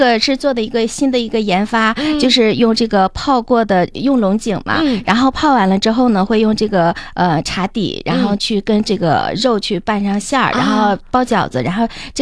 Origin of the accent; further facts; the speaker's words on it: Northeast China, China; 尤其我们东北人就喜欢干杯